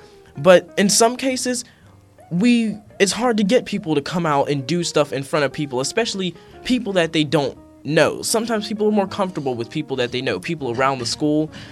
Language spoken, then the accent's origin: English; Wilkinsburg, Pennsylvania, United States; I'm from Wilkinsburg, too.